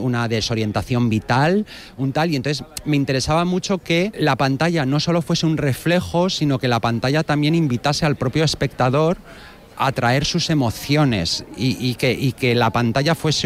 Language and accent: Spanish; Bilbao, Basque Country, Spain; moved away; en el momento en el que tomo la decisión de volver a mi casa, de volver a mi tierra y volver a Bilbao